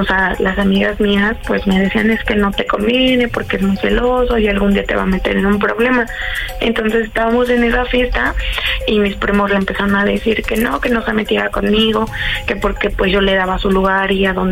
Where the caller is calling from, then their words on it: Guadalajara, Jalisco, Mexico; tengo 24, soy de Guadalajara.